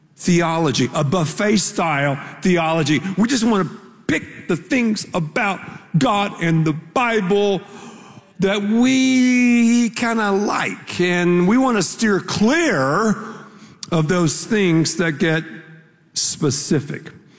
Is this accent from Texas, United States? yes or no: yes; Texas, United States